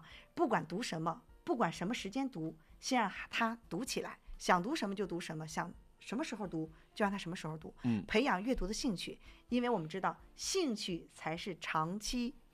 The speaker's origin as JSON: {"language": "Chinese", "country": "China", "said": "我们中国人写好中国字。"}